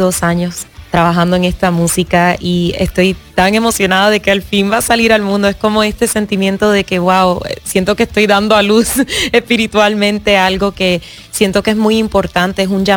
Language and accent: Spanish; Miami, Florida, United States; born there; now in Los Angeles, United States; Yo nací en Miami, so cada vez que estoy aquí es como que yo me curo la alma con los pastelitos